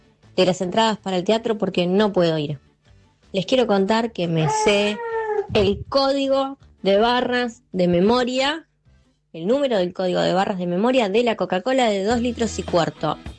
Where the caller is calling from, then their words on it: Berazategui, Buenos Aires Province, Argentina; de Berazategui.